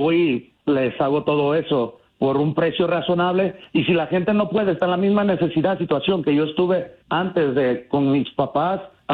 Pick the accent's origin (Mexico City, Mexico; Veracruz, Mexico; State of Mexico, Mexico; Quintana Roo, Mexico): Veracruz, Mexico; moved away; Yo me vine de Veracruz hace mucho tiempo, muchos años.